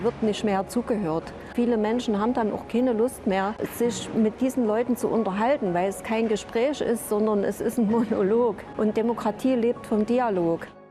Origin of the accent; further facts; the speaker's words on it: Chemnitz, Saxony, Germany; born there; Ich bin in Karl-Marx-Stadt geboren und dann zur Chemnitzerin geworden.